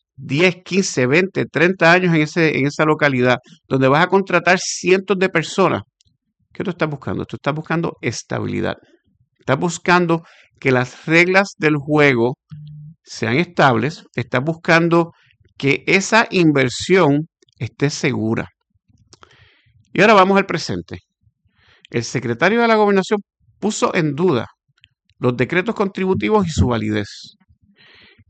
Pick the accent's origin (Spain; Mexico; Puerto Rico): Puerto Rico; nuestros problemas como puertorriqueños